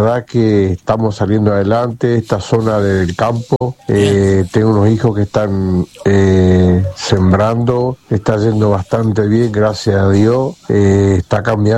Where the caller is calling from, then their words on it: La Clotilde, Chaco, Argentina; de la Clotilde Chaco